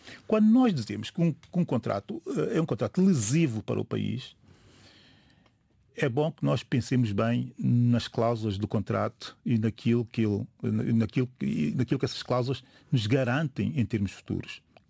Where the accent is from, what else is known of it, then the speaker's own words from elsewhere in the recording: São Tomé & Príncipe; o problema mais crítico que nós temos em São Tomé e Príncipe